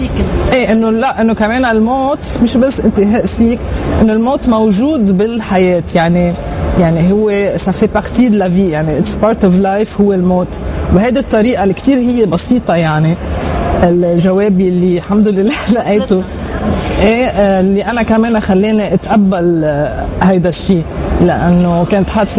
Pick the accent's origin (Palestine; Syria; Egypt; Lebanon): Lebanon; اذا انت من مثلا انا من لبنان انه دائما لازم احكي مثلا عن الحرب, عن الشيء اللي عم بيصير هلا